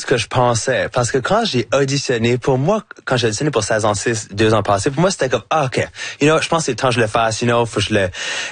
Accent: New Brunswick, Canada; accent: Chiac; J'ai un accent qui va jamais être neutre. So là, de complètement laisser ça aller, puis de faire tout ce que je fais avec mon accent, avec mon chiac. Pour moi, c'est comme, ah, ben, c'est bien plus fun parce que là, tout d'un coup, je peux comme apporter l'Acadie avec moi partout

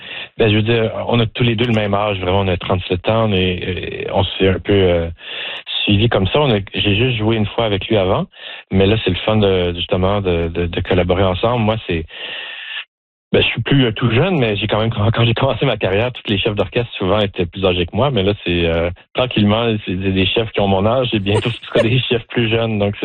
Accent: Joliette, Quebec, Canada; Moi, j'ai grandi à Joliette, au Québec, une petite ville francophone à 1 heure de Montréal.

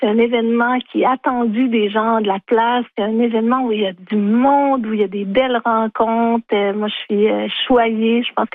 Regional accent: Black Lake, Quebec, Canada; chez nous à Black Lake

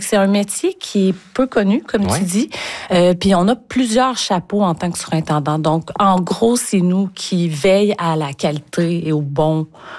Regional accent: Clarke City, Quebec, Canada; moi, je suis originaire de Clarkcité, donc c'est à côté.

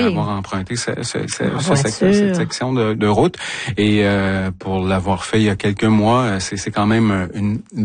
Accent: New Brunswick, Canada; ce qu'on a vécu au cours des dernières heures chez nous, au Nouveau-Brunswick, mais aussi dans les Maritimes.

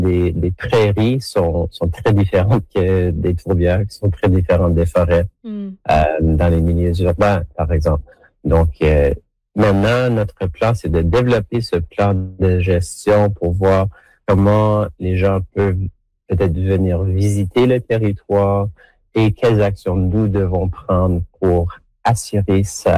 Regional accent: Canada; Donc, nous avons cette responsabilité chez nous aussi, ici au Canada, de les protéger.

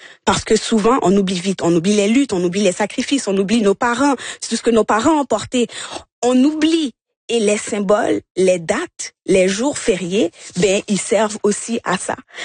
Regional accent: Haiti; now in Canada; je suis haïtienne dans mes entrailles, puis il y a le Québec, mais je me dis, mais je fais partie du Québec

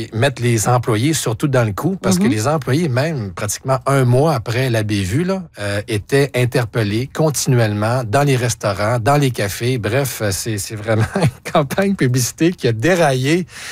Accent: Quebec, Canada; on revient chez nous, au Québec.

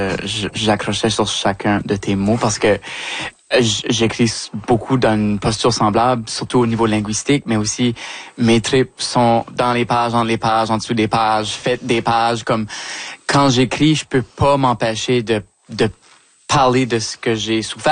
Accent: Acadia, Canada; accent: Chiac; moved away as an adult; now in Montreal, Canada; en tant qu'Acadienne, ben j'ai vraiment devenu artiste en écrivant en chiac, qui est une langue orale. Puis de déménager à Montréal, puis là, ça fait 5 ans

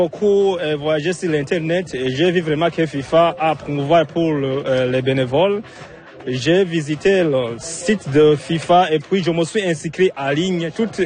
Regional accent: Burundi; Je viens au Burundi.

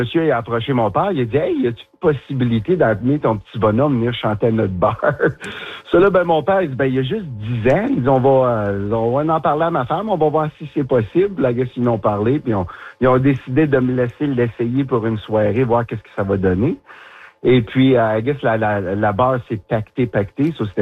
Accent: Smooth Rock Falls, Ontario, Canada; born or raised there; moved away as an adult; now in Ottawa, Canada

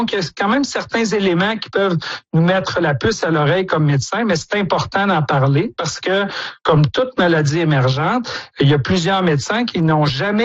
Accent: Quebec, Canada; On a vu, en fait, chez nous en Estrie, des patients admis aux soins intensifs en raison de l'anaplasmose.

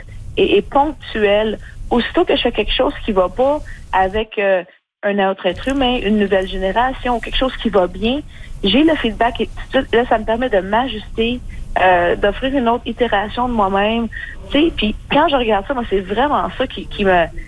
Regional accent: Quebec, Canada; moved away as an adult; now in Ontario, Canada; j'ai quand même passé 20 ans de ma vie ici, bien sûr, je viens du Québec.

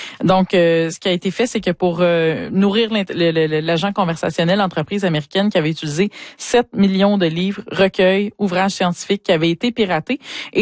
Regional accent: Quebec, Canada; Absolument, qu'on a de l'intérêt bien plus pour ce qui se passe chez nous en Abitibi-Témiscamingue.

